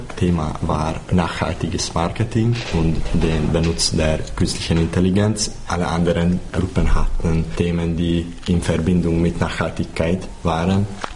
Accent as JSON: {"language": "German", "country": "Hungary", "first_language": "Hungarian", "second_language": "German", "said": "Und natürlich, meine Muttersprache ist Ungarisch und ich habe mit Gymnasium und auch vorher Deutsch gelernt."}